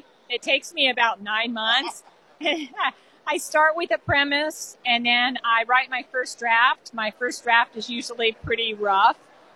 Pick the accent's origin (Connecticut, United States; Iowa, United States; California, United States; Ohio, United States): Ohio, United States; now in Texas, United States; Well, I'm originally from Ohio, currently living in Texas